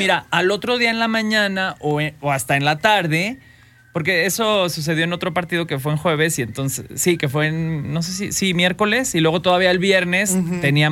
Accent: Mexico; ojalá sí sintiéramos ese orgullo por ser mexicanos

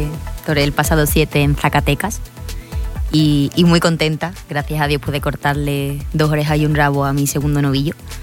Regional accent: Spain; muy contenta de entrar en la novillada patria como española.

